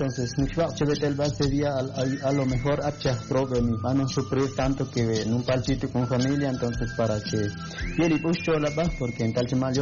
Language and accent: Spanish; Quiché, Guatemala; first language Ixil; En mi dialecto, porque soy Ixil.